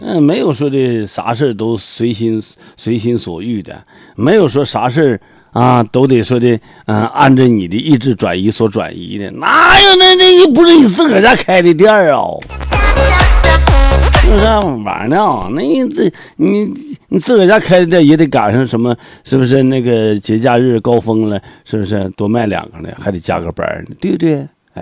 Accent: China; 跟咱们中国呢

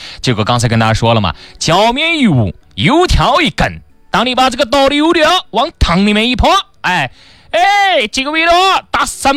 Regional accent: Yangzhou, Jiangsu, China; 咱们扬州话

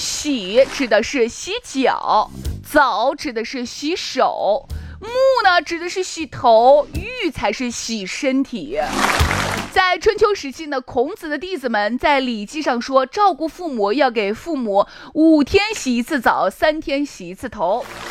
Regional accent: Shaanxi, China; accent: Shaanxi dialect; 我们陕西话叫跳蚤

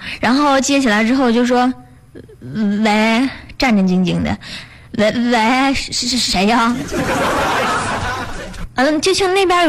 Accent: Northeast China, China; 我们东北人说话都这样子的

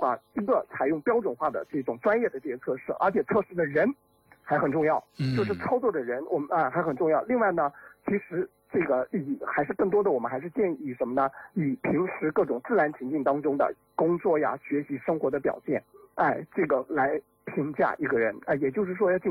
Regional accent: China; 是的，我们中国人讲的这个家有一老如有一宝，就指的就是这个意思。

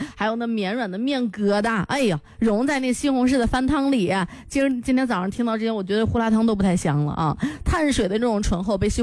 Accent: Shanxi, China; 就说到了我们山西人对于面食的一个研究

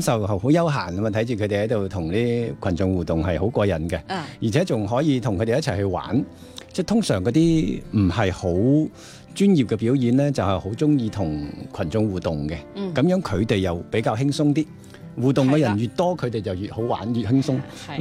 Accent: Guangdong, China; 因为我哋广东人去好多地方都会觉得系粤菜好味嘅

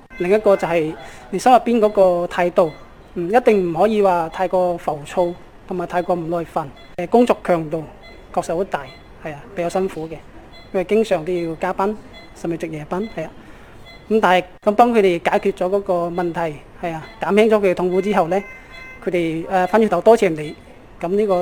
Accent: China; 所以我覺得自己身為中國人應該要傳承中醫嘅。

